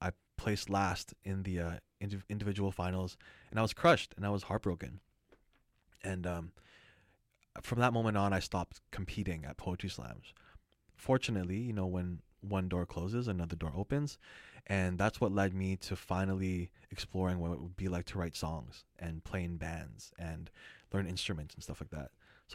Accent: Surrey, British Columbia, Canada; also born or lived in Vancouver; I'm like a Surrey kid at this point. So I was born in Vancouver. I lived at Fraser and 20th for like 5 years, then did all my grade school in Surrey.

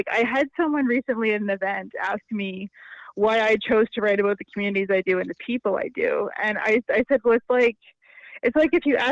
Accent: Nova Scotia, Canada; I'm from Nova Scotia originally, yeah.

